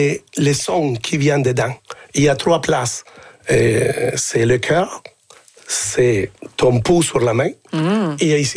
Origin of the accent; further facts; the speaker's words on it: Sherbrooke, Quebec, Canada; moi je viens de la ville de Sherbrooke, et je dansais avec des bottes d'hiver.